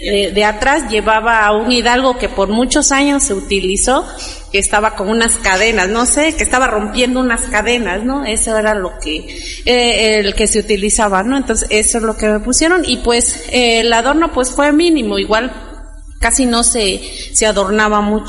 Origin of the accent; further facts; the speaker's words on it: Mexico; Porque necesitamos ver realmente qué es el significado que tiene el 15 de septiembre como mexicanos.